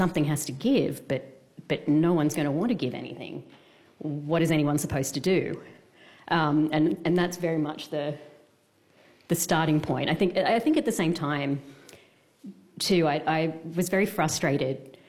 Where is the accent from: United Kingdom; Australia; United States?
Australia; Sydney, New South Wales; You know, I've been a long-term renter for a very long time, and I am from Sydney, and which is sort of the epicentre of the housing crisis, if you like.